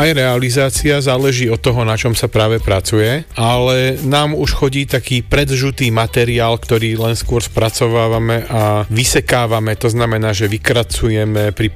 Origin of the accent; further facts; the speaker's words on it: Banská Bystrica, Banská Bystrica Region, Slovakia; Ja som človek, ktorý na rozhlase vyrástol ako chlapec v Banskej Bystrici